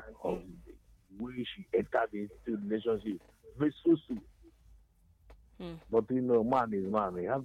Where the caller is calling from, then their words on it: Bo, Southern Province, Sierra Leone; I'm calling from Bo.